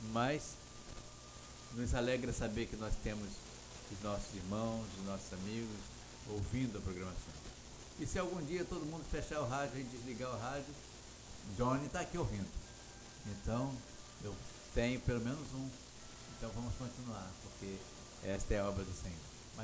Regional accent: Conceição de Macabu, Rio de Janeiro, Brazil; Eu fui nascido e criado em Conceição de Macabu

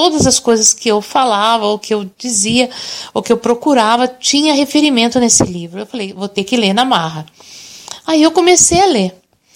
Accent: Brazil; now in Italy; Para nós que somos brasileiros

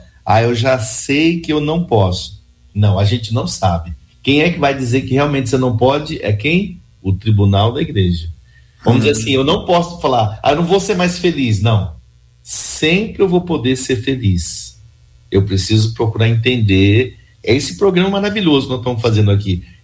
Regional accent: São Bernardo do Campo, São Paulo, Brazil; do Parque Espacial. É a minha terra, viu? Você sabe que eu cresci aí nessa região, viu?

